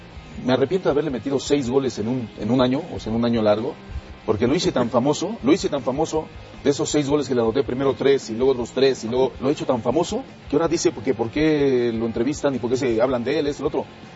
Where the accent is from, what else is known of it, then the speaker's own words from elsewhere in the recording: Mexico; Me gusta más el mío porque soy mexicano